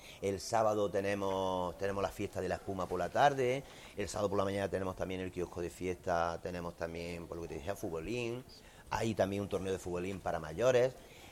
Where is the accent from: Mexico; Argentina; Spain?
Spain; Rus, Andalusia; Soy ruseño de pura cepa